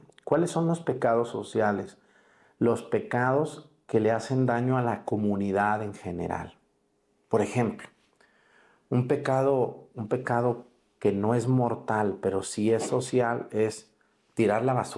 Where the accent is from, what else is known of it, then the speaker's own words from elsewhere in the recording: Mexticacán, Jalisco, Mexico; born there; hoy es la fiesta en mi pueblo, en Mexticacán.